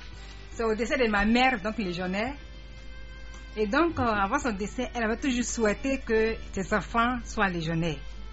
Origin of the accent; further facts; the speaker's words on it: Katiola, Vallée du Bandama, Côte d’Ivoire; born there; moved away; au village chez moi à Katiola